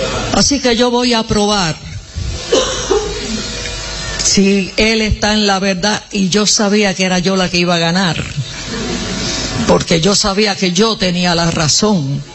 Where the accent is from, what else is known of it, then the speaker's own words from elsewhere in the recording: Puerto Rico; moved away; Acuérdense que yo vengo de Puerto Rico.